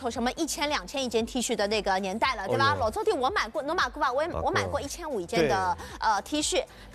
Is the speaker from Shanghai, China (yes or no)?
yes; Shanghai, China; 我们上海人到了一定年龄，尤其像我们的爸爸妈妈